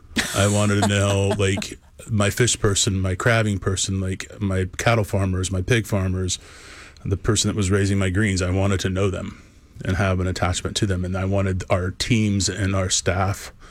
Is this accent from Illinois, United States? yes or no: no; Tulsa, Oklahoma, United States; I grew up in Tulsa and was at Tulsa Junior College